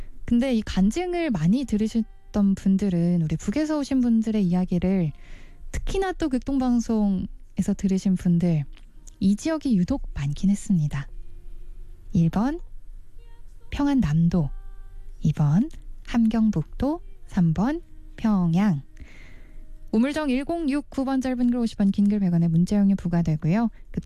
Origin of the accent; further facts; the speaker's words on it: Cheorwon, Gangwon, South Korea; 제 고향은 북한과 가장 가까운 강원도 철원입니다.